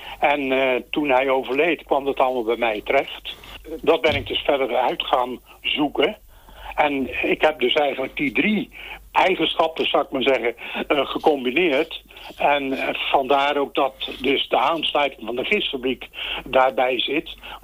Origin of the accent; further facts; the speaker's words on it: Delft, South Holland, Netherlands; moved away; ik ben Delftenaar, oud-Delftenaar.